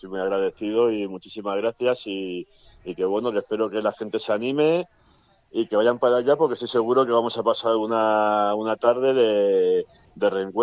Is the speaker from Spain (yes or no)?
yes; Alcorcón, Community of Madrid, Spain; nosotros somos de Alcorcón, casi todos siempre.